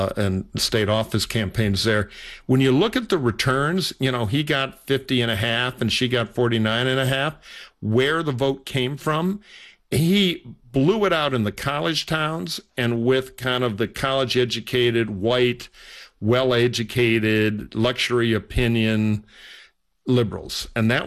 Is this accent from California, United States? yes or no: no; Detroit, Michigan, United States; I'm an old Michigan hack. I grew up in Detroit.